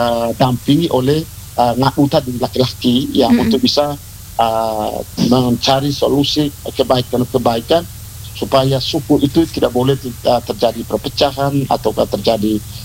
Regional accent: Aimere, East Nusa Tenggara, Indonesia; contoh saya itu dari Aimere.

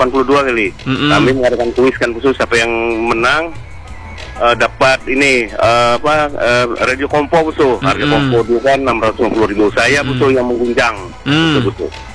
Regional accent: North Sumatra, Indonesia; Dulu saya bukan. Saya dari Sumatera Utara.

